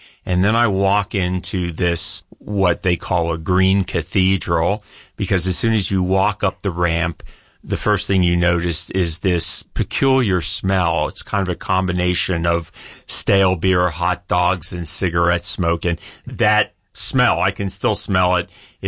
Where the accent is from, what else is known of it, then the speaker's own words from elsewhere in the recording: Wilkes-Barre, Pennsylvania, United States; born there; also born or lived in Glen Lyon, Pennsylvania / Lake Silkworth, Pennsylvania; I was born in Wilkes-Barre, and I spent half of my life growing up here on Lake Silkworth or in Glen Lyon, which is the family homestead.